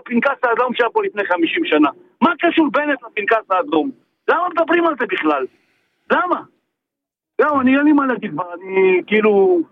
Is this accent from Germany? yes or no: no; Iran; אני פרסי, פרסי הוא בן עדות המזרח, נכון?